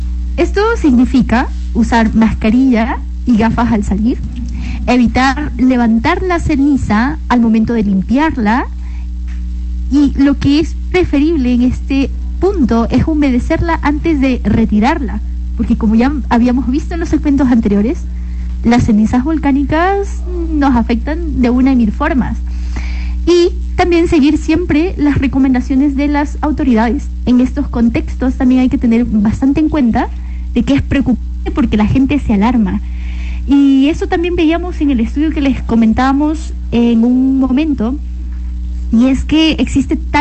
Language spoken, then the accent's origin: Spanish; Machala, El Oro, Ecuador; en Machala, en mi tierra, la capital bandera del mundo